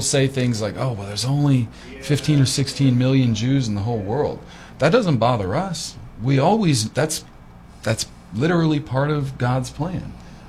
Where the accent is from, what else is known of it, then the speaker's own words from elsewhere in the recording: United States; this is me speaking as an American